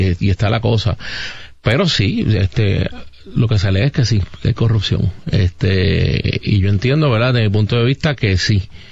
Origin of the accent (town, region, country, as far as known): Puerto Rico